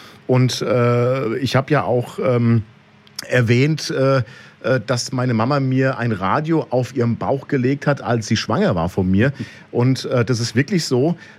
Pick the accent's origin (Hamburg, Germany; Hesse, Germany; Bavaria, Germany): Hesse, Germany; Raunheim; also born or lived in Flörsheim; Also geboren bin ich in Flörsheim, aufgewachsen in Raunheim, bin auch dort jetzt geblieben mit meiner Familie.